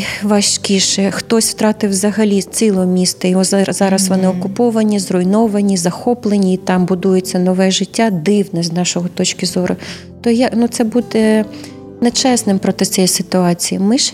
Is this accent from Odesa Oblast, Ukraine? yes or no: yes; Odesa, Odesa Oblast, Ukraine; я з Одеси, місто літератури